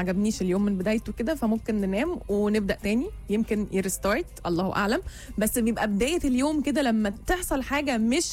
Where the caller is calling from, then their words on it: Tanta, Gharbia, Egypt; ماشي انا بتابعكم من طنطا